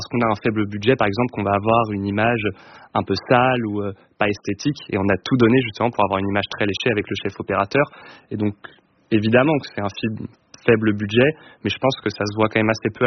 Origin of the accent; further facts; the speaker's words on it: Nantes, Pays de la Loire, France; Alors nous, on vient de Nantes et depuis toujours, on est très attaché à la Bretagne en fait.